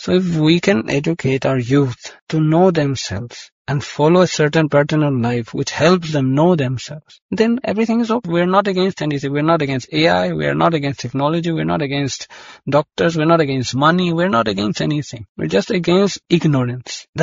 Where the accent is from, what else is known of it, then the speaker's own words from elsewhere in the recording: North India, India; First of all, I'm coming from North India, so the weather is very hot.